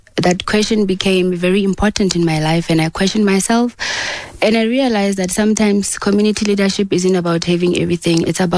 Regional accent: Bloemfontein, Free State, South Africa; I'm actually from Bloemfontein, meaning I'm from Free State.

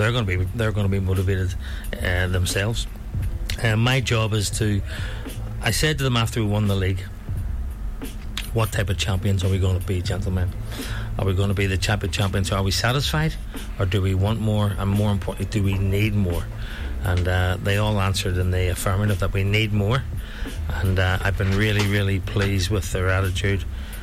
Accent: Ireland; moved away; Okay, I'm Irish

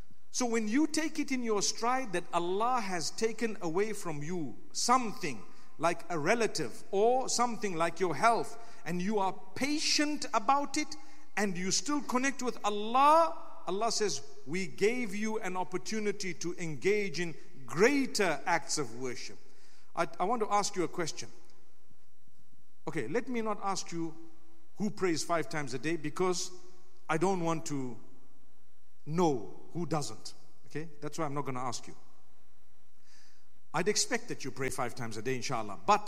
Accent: Zimbabwe; now in Cardiff, United Kingdom

